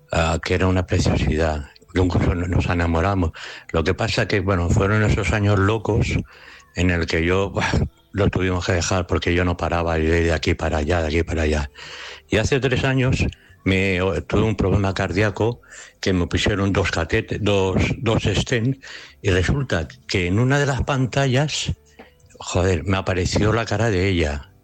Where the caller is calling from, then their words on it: Tenerife, Canary Islands, Spain; vivo en Tenerife 25 años.